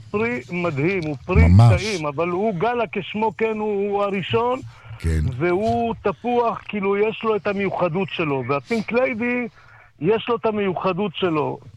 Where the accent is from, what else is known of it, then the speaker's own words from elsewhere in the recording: Dimona, Southern District, Israel; אני תמיד, מאז שהייתי ילד קטן, אני במקור מדימונה.